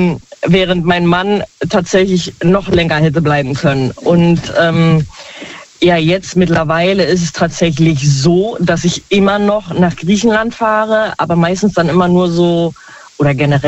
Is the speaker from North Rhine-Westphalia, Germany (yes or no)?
yes; Neunkirchen-Seelscheid, North Rhine-Westphalia, Germany; Nee, Rhein-Sieg-Kreis. Genau, aus Neunkirchen.